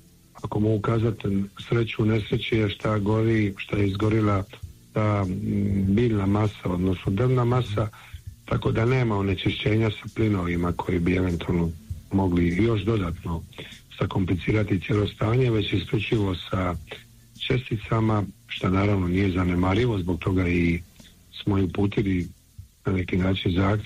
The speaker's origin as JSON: {"language": "Croatian", "town": "Split", "region": "Split-Dalmatia County", "country": "Croatia", "said": "ja dolazim iz Splita"}